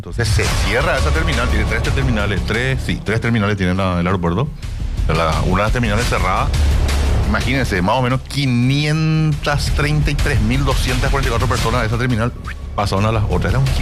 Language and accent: Spanish; Fernando de la Mora, Central, Paraguay; no soy de Asunción, soy de Fernando La Mora.